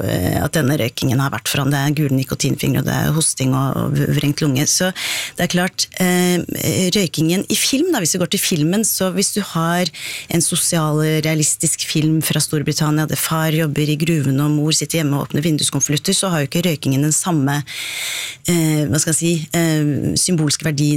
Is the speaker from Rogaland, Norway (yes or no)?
no; Ål, Buskerud, Norway; jeg kom fra Ål, der det absolutt fantes en god del røykende karakterer på 70-80-tallet. Og det var en dame som gjorde veldig inntrykk med, som jeg observerte som liten